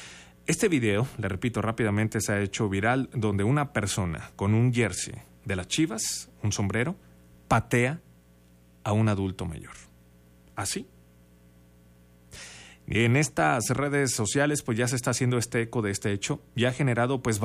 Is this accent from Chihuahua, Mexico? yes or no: yes; Chihuahua, Mexico; No hay que olvidar que somos mexicanos, somos chihuahuenses.